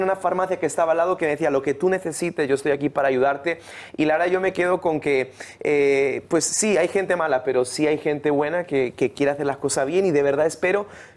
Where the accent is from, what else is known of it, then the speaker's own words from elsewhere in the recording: Getafe, Community of Madrid, Spain; born there; yo nací en Getafe, yo nunca había visto esto en mi vida, este corte